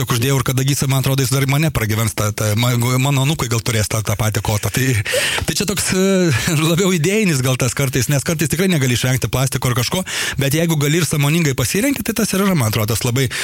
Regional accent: Siesikai, Vilnius County, Lithuania; now in Utena, Lithuania; aš iš Siesikų, aš visą laiką tik tai, kad šalia, kad suprastų žmonės, tai iš Siesikų, nes aš Siesikos jau baigiau gimnaziją, ten aš ne iš Ukmergės, nes visą laiką irgi daug kas sako, o, Ukmergiškis, nu, sakau, aš ten šalia 20 km.

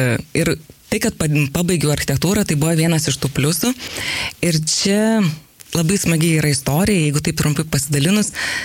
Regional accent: Utena, Utena County, Lithuania; moved away as an adult; also born or lived in Vilnius; now in Molėtai, Lithuania; aš gimiau ir užaugau Utenoje, o paskui, kai dažnas studentas kažkurio metu studijuoja didmiestyje, tai šiuo atveju Vilniuje

